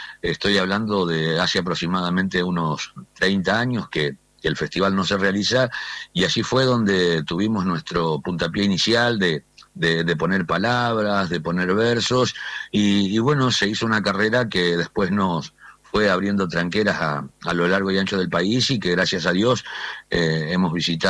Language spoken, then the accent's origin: Spanish; Argentina; todos venimos en el interior del país de parte de familia de gente de campo. Creo que los que realmente somos argentinos sabemos que de algún lado nos pega la descendencia de las viejas tradiciones.